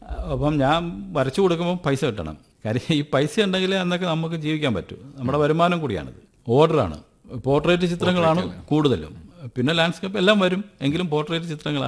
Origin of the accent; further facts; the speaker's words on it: Hariharapuram, Kerala, India; ഇങ്ങനെയുള്ള ഒരു പ്രകൃതി രമണീയമായ ഹരിഹരപുരം എന്ന എന്റെ ഗ്രാമത്ത് ജനിച്ചു വളർന്നതിന്റെ ആ ഗുണം കൂടി എനിക്ക് തീർച്ചയായിട്ടും